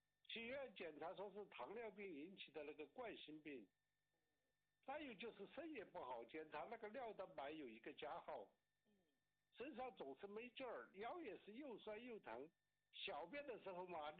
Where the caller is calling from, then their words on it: Sichuan, China; 哎，我就是四川这边的。